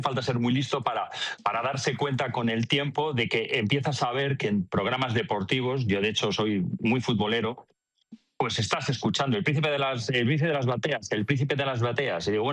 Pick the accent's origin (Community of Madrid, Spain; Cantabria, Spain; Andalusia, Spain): Community of Madrid, Spain; Madrid; born there; A ver, yo soy nacido en Madrid, pero me considero gallego por los cuatro.